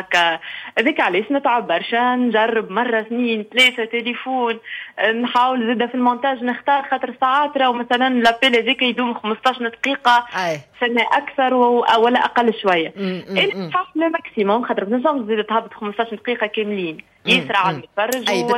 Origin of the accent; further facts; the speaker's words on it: Tunisia; accent: Tunisian; كيما نقولوا بلهجتنا التونسيه